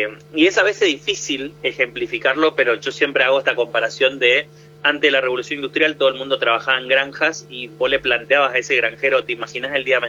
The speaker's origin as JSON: {"language": "Spanish", "region": "Corrientes", "country": "Argentina", "moved": "yes", "lives_now": "Buenos Aires, Argentina", "said": "yo soy correntino, vivo en Buenos Aires"}